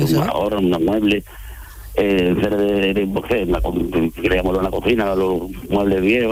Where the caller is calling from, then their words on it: Arcos de la Frontera, Andalusia, Spain; Estoy aquí en Arco de la Frontera